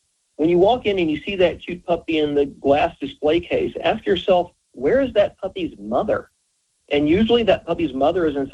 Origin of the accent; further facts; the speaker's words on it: Tennessee, United States; I grew up in Tennessee. All through the South, we have very large numbers of dogs in animal shelters